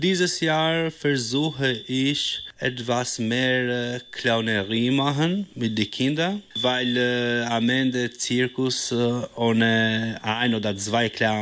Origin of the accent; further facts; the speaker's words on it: Albania; German is a second language; moved away as an adult; also born or lived in Milan, Italy; now in Krefeld, Germany; Ich komme aus Albanien. Ich habe da studiert und dann meinen Master in Mailand abgeschlossen. Und nach einer langen Erfahrung in Mailand, Italien, bin ich in Krefeld umgezogen